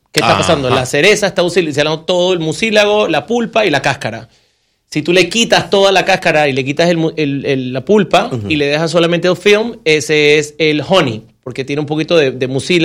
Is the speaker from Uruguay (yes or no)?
no; Panama; Yo soy gastrónomo panameño